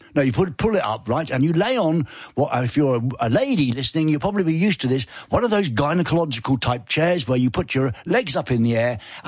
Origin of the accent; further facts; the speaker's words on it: England, United Kingdom; You know, I'm an Englishman.